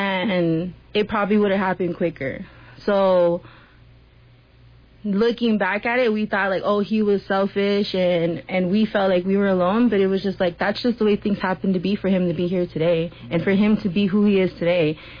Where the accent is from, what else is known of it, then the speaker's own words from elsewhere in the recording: San Carlos, United States; we were growing up in San Carlos